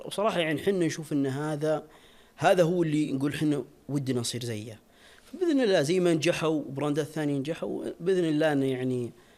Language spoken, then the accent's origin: Arabic; Najd, Saudi Arabia; انتشر الخزامة عندنا في نجد